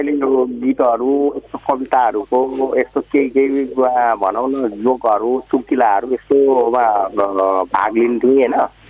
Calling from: Kavre, Bagmati, Nepal; काप्रीको रुसी गाउँपालिकाबाट जीवन सहयात्री।

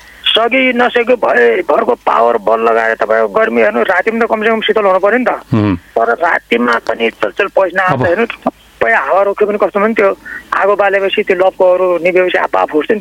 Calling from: Banke, Lumbini Province, Nepal

